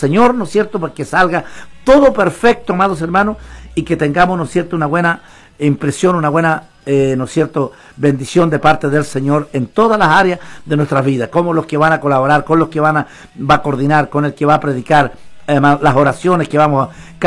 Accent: Chile

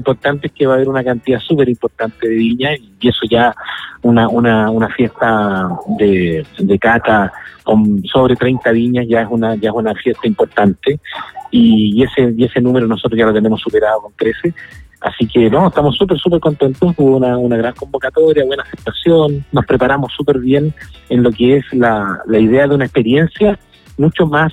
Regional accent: Chile; tú sabes que como chilenos y además viviendo en los tiempos que llevamos, es tan fácil tener el número final a tiempo.

